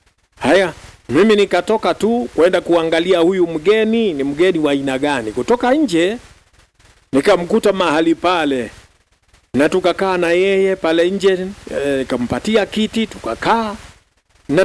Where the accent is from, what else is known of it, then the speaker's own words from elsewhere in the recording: Kenya; Hata sisi wa Kenya tujihadhari.